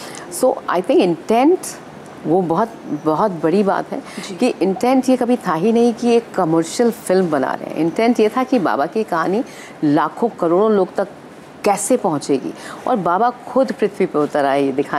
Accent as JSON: {"language": "Hindi", "town": "Lucknow", "region": "Uttar Pradesh", "country": "India", "said": "वो भी लखनऊ से है, मैं भी लखनऊ से हूँ, शोभना भी लखनऊ से है."}